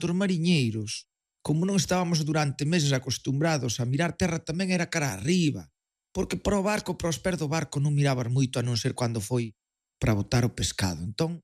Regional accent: Riós, Galicia, Spain; son do interior, son de Riós, entre Agudiña e Verín, para situar un pouquiño e tal.

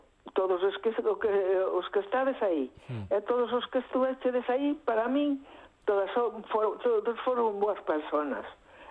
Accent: Galicia, Spain; Eu te vou dicir moitas cousas tamén, moitas cousas que se falan en galego, son galega, e me criei falando galego, non as entendo.

